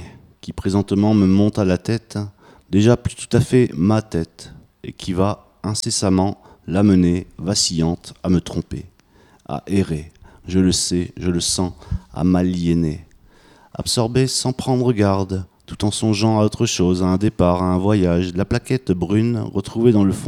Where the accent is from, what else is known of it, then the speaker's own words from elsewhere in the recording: Île-de-France, France; accent: Parisian; Je suis repéré, là, c'est bon. J'arrête, je prends mon accent parisien, maintenant.